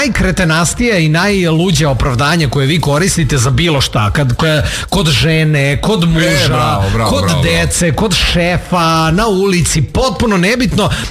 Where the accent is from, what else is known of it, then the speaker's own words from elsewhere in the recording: Serbia; Ali ovo je samo dokaz koliko su mi kao Srbi jako kreativan narod